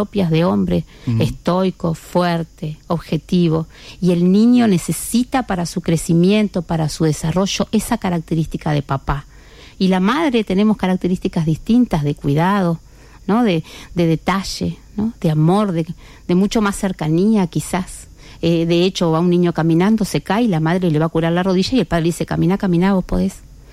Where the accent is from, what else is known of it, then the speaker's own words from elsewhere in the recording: Colonia, Uruguay; nosotros somos de Colonia.